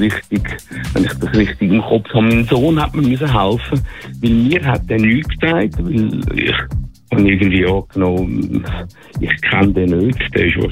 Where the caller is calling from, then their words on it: Männedorf, Zurich, Switzerland; Von Menedorf. Ich bin 60